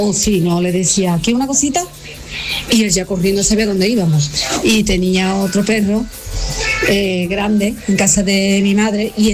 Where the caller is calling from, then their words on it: Seville, Andalusia, Spain; de Sevilla.